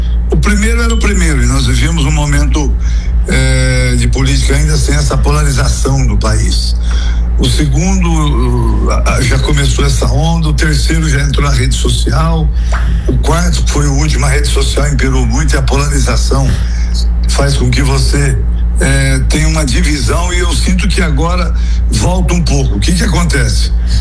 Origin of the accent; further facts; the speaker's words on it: Santa Fé do Sul, São Paulo, Brazil; born there; moved away as an adult; now in São José do Rio Preto, Brazil; Santa Fé do Sul. Santa Fé. Onde eu nasci.